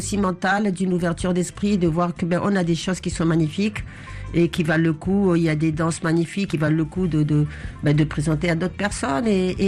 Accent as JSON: {"language": "French", "town": "Moroni", "region": "Grande Comore", "country": "Comoros", "tie": "born there", "said": "je suis né à Moroni."}